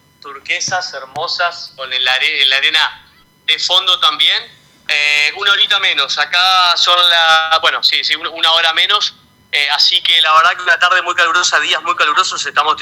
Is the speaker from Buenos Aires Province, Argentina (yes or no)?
no; Villa Guillermina, Santa Fe, Argentina; moved away